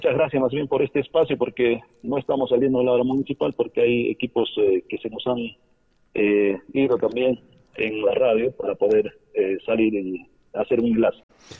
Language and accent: Spanish; Cotabambas, Apurímac, Peru; como buenos cotabambinos, peruanos